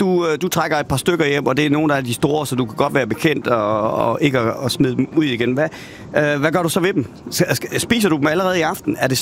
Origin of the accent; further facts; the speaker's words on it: Blåvand, Region of Southern Denmark, Denmark; Altså nu, Blåvand er jo min hjemstavn